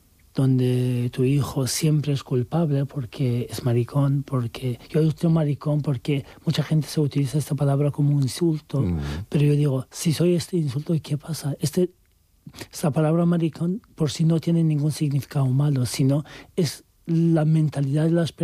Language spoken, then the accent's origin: Spanish; Turkey; Spanish is a second language; now in Spain; da igual que seas también turco, porque digo, soy turco y podía pasar más sí.